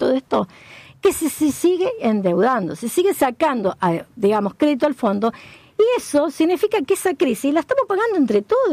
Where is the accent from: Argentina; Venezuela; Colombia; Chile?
Argentina; somos argentinos.